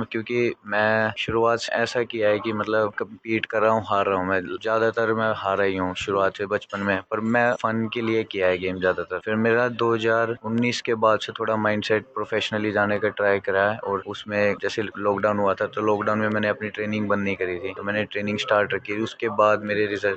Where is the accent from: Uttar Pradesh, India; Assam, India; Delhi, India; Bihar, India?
Delhi, India; sir मैं दिल्ली का रहने वाला हूँ, द्वारका मोड़ से यहाँ रहता हूँ मैं, द्वारका मोड़ पे